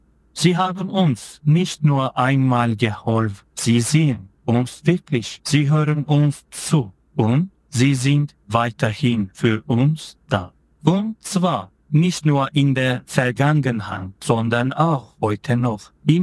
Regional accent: Turkey; German is a second language; moved away as an adult; now in Germany; ich komme aus der Türkei und lebe seit 3 Jahren in Deutschland.

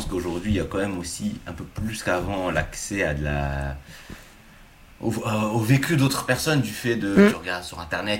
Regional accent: France; Alors, c'est la France, j'ai grandi dans un environnement qui fait que vraiment c'est chez moi.

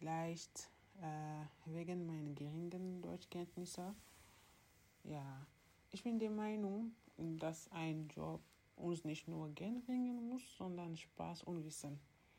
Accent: Senegal; German is a second language; moved away as an adult; now in Germany; ich komme aus dem Senegal. Ich bin 31 Jahre alt.

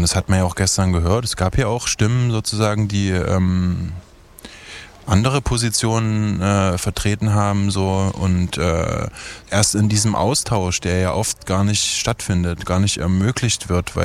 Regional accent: Chemnitz, Saxony, Germany; weil ich angesprochen wurde, was ich denn dazu zu sagen habe als Chemnitzer und so weiter.

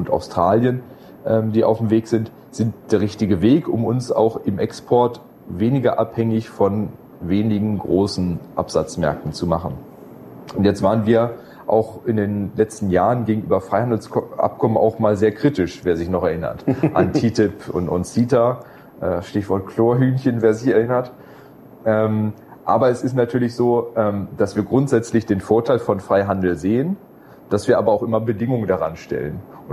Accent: Stuttgart, Baden-Württemberg, Germany; als Stuttgarter muss ich sagen

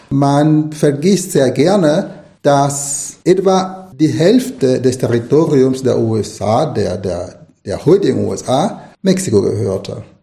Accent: Nicaragua; moved away as an adult; now in Germany; Ich bin im Kapitalismus aufgewachsen, in Nicaragua. Ich bin unter einer Diktatur aufgewachsen, die von den USA wieder 1934 etabliert wurde.

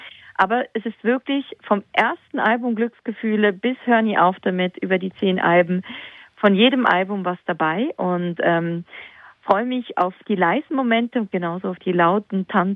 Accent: Switzerland; Die Schweiz ist meine Heimat. Die Schweiz sind meine Wurzeln. Und bis heute ist es natürlich die Energie, die ich habe, tanke ich auch immer wieder in der Schweiz. Wenn ich nach Hause komme, wenn ich zu Hause bin, ich genieße die Berge, ich genieße die Natur.

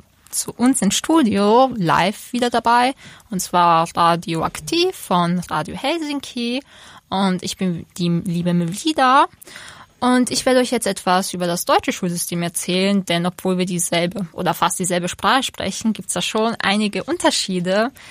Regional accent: Austria

